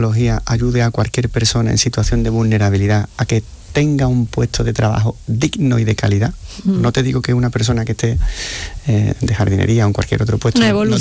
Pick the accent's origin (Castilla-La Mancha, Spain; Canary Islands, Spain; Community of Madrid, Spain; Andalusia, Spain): Andalusia, Spain; Seville; sabemos que somos sevillanos, que somos andaluces y que hacemos las cosas de una manera diferente